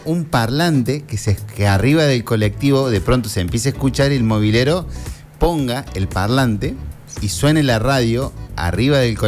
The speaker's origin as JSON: {"language": "Spanish", "town": "Democracia", "region": "Buenos Aires", "country": "Argentina", "tie": "born there", "said": "yo nací en Democracia"}